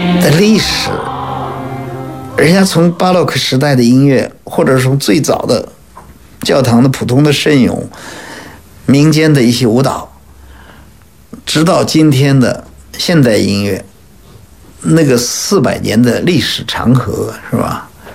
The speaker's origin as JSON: {"language": "Chinese", "country": "China", "said": "我觉得我们中国人也做得到的"}